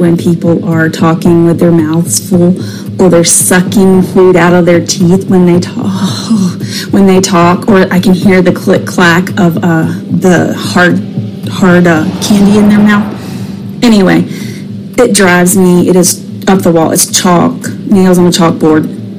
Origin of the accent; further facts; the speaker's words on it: the South, United States; the way we were raised in the South.